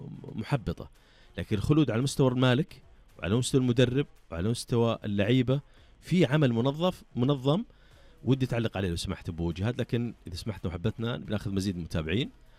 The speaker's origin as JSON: {"language": "Arabic", "country": "Saudi Arabia"}